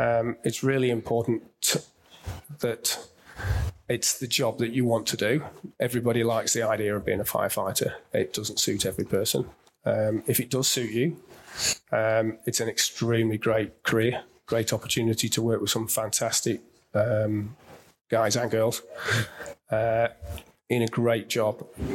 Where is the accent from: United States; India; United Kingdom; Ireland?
United Kingdom; England; moved away as an adult; now in Melbourne, Australia; I grew up in England and missed out on a chance when I was in my early 20s.